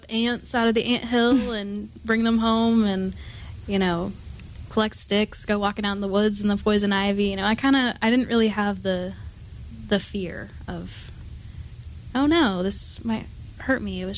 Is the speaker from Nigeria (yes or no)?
no; Kansas City, United States; Yeah, well, I'm from Kansas City